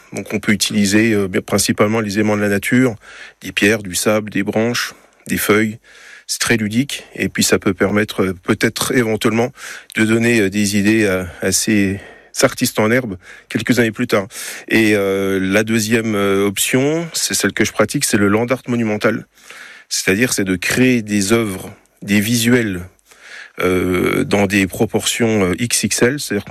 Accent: Paris, Île-de-France, France; Moi, je suis né à Montmartre. J'y ai vécu jusqu'à l'âge de 9 ans

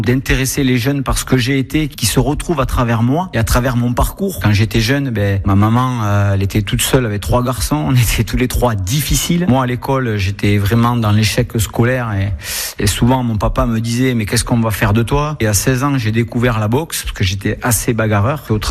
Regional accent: La Réole, Nouvelle-Aquitaine, France; Je suis natif de l'Aréole, j'ai grandi à l'Aréole, ma vie s'est passée à l'Aréole et je vis toujours à l'Aréole.

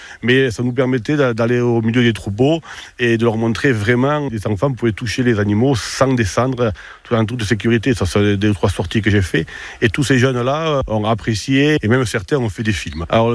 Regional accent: Saubusse, Nouvelle-Aquitaine, France; je suis natif de Saubus.

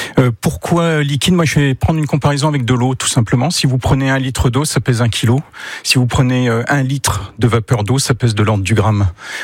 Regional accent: Grand Est, France; now in Sarthe, France; Moi, je viens d'Alsace.

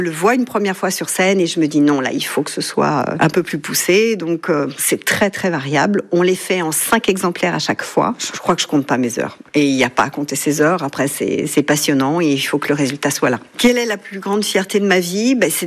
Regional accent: Le Mans, Pays de la Loire, France; born there; j'ai bientôt 61 ans, je suis mariée, j'ai deux enfants. Je suis née au Mans, j'habite à La Milesse.

